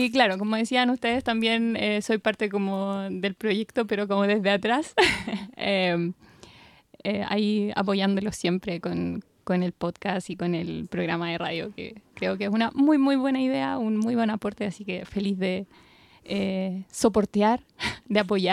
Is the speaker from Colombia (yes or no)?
no; Chile; moved away as an adult; now in Tübingen, Germany; desde esta mirada como latinoamericana, chilena también, yo no viví el movimiento feminista en Chile en el 2019. Uh-huh. Me vine antes